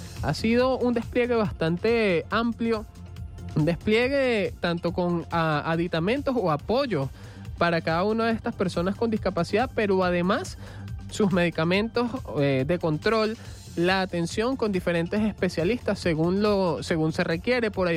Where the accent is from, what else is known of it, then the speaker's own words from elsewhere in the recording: Venezuela; siendo eso que somos todos los venezolanos y las venezolanas